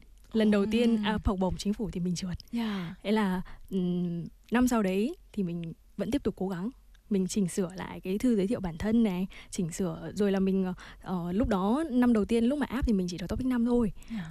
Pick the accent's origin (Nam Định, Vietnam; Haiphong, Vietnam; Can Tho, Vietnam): Haiphong, Vietnam; moved away as an adult; also born or lived in Busan, South Korea; mình sinh ra lớn lên ở Hải Phòng thì cũng là thành phố cảng